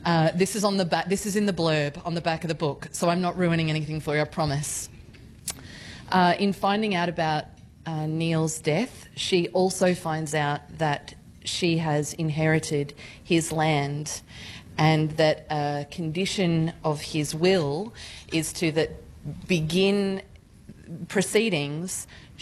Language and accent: English; Gold Coast, Queensland, Australia; I grew up on the Gold Coast.